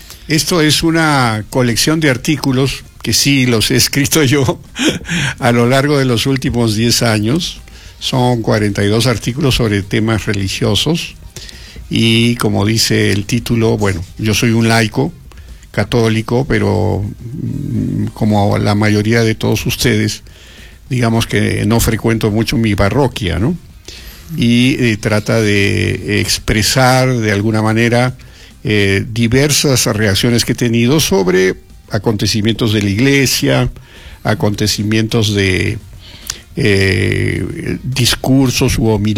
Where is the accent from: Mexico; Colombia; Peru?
Peru; Cerro Colorado, Arequipa; moved away as an adult; also born or lived in Ilo; now in Lima, Peru; yo soy un arequipeño de Cerro Colorado. Mi parroquia fue en tiempos universitarios la parroquia de Nuestra Señora de los Dolores. Yo estudié con las monjitas de Merinol en Cerro Colorado.